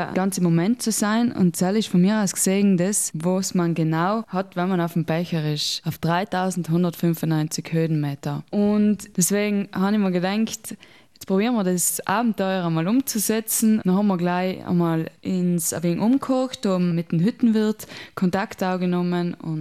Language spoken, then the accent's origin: German; Trentino-Alto Adige, Italy; Ich bin ja Südtirolerin, ich komme aus dem Wipptal